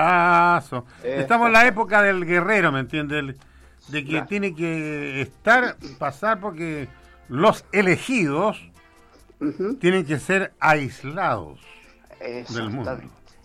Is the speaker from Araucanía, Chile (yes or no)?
no; Cañete, Biobío, Chile; ¿De dónde soy yo? Yo diría que un pueblo todavía, un pueblito. Ajá. Soy del pueblito de Cañete, un pueblo que le debo mucho.